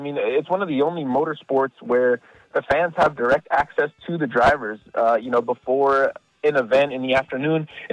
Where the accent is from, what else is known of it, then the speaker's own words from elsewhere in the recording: California, United States; From California.